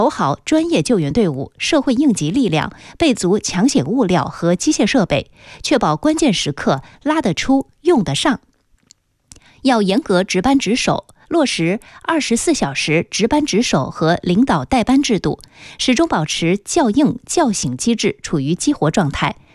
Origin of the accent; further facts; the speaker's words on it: Yichang, Hubei, China; 聊聊咱们宜昌人关心的身边事儿